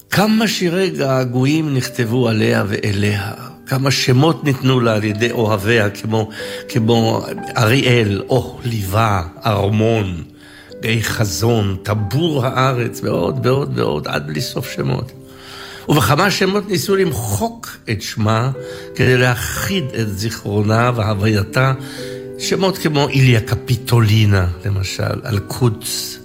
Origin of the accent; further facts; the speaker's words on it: Jerusalem, Jerusalem District, Israel; ואני רוצה לספר לכם מזיכרונותיי, מזיכרונות ילדותי בעיר.